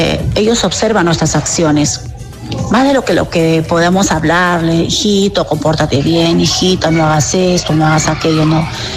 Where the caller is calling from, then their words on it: Lima, Peru; de San Juan de Lurigancho.